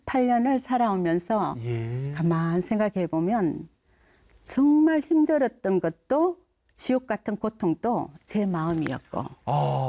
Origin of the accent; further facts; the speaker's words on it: Gyeongsang, South Korea; 저는 고향이 경상도예요.